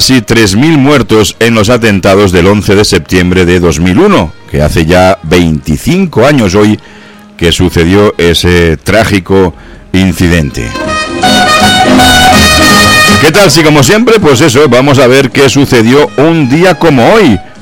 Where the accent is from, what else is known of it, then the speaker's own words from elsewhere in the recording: Catalonia, Spain; now in Medellín, Colombia; de Cataluña, mi tierra.